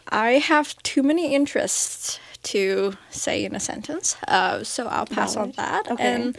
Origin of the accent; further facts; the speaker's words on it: Vietnam; Hi, everyone. … I'm from Vietnam.